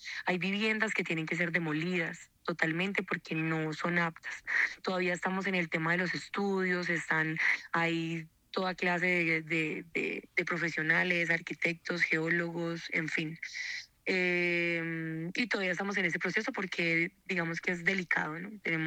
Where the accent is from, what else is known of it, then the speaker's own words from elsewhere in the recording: El Cairo, Valle del Cauca, Colombia; Yo soy una simple comerciante, ciudadana del Cairo, que trabaja, pues he trabajado aquí